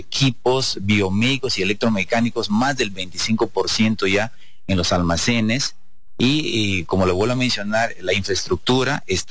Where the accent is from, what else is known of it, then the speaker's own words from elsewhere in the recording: Tarapoto, San Martín, Peru; now in Cajamarca, Peru; Yo soy de San Martín, para ser exacto, de Tarapoto.